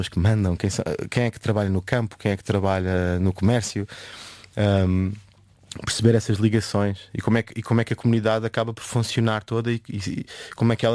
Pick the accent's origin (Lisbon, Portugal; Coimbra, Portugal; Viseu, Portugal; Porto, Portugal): Lisbon, Portugal; eu cresci em Lisboa, mas não cresci mesmo no centro de Lisboa.